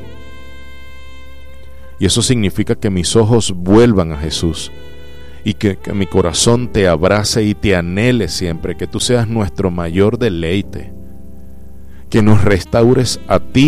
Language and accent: Spanish; Venezuela; como con nacionales, como venezolanos aquí